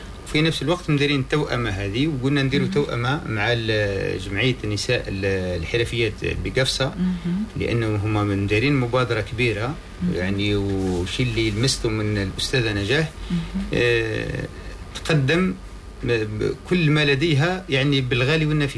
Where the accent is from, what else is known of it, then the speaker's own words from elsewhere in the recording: Algeria; وإحنا بصفتنا كجزائريين